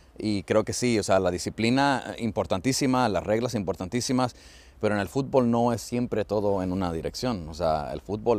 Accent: Mexico; now in Germany; Pero aquí en Alemania. No es de que sea malo o incorrecto o correcto, pero es diferente. Y yo como mexicano amo el fútbol.

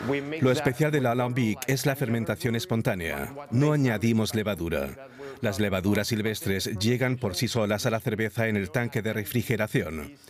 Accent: Brussels, Brussels-Capital Region, Belgium; Spanish is a second language; Yo nací y crecí en Bruselas y esta es la cerveza de nuestra gente.

